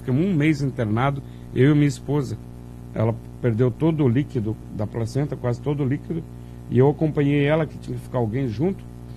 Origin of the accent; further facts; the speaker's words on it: Itaiópolis, Santa Catarina, Brazil; moved away; also born or lived in Joinville; Eu sou natural de Itaió, Santa Catarina, mas eu morei muitos anos em Joinville.